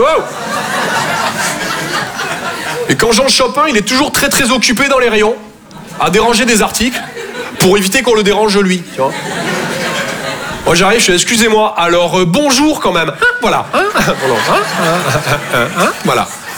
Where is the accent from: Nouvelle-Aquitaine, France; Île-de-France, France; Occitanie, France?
Occitanie, France; Toulouse; moved away; Je viens de Toulouse à la base. Ouais, ça s'entend un peu, ouais. Ben, mon accent